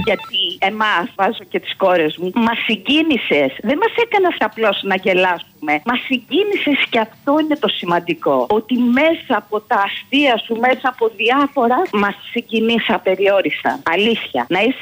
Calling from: Glyfada, Attica, Greece; από Γλυφάδα.

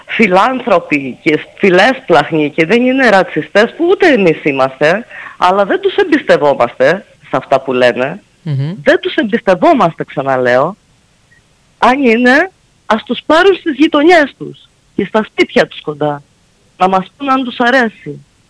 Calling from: Heraklion, Crete, Greece; Εμείς πολλοί είμαστε Ηρακλειώτες που φύγαμε από το Ηράκλειο, παρόλο που έχουμε σπίτια στο Ηράκλειο, για να έρθουμε στην εξοχή

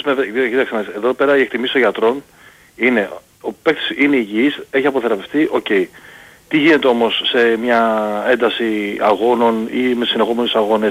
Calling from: Palaio Faliro, Attica, Greece; από το Παλαιφάδι

